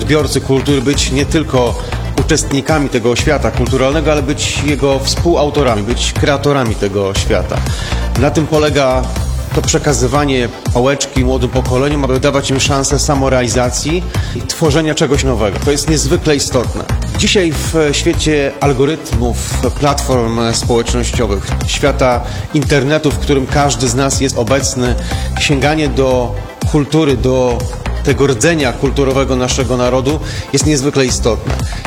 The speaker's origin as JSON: {"language": "Polish", "region": "Warmian-Masurian Voivodeship", "country": "Poland", "said": "ja jako mieszkaniec Warmii Mazur zawsze sercem jestem tu"}